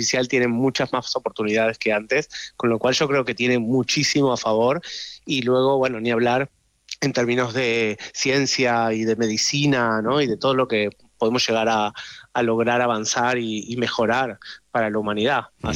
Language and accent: Spanish; Argentina; accent: Argentine; Todas las pequeñas partes de la serie las he tenido que hacer con mi acento argentino, pobrecitos, y se tienen que concentrar.